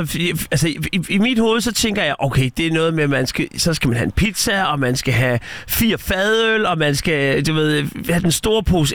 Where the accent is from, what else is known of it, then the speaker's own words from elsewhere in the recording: Odense, Region of Southern Denmark, Denmark; som fynbo har man, og odenseaner har man lidt en fordel